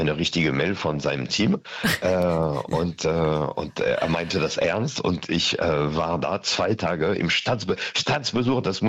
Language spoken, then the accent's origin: German; Paris, Île-de-France, France; German is a second language; now in Germany; als Kind in Paris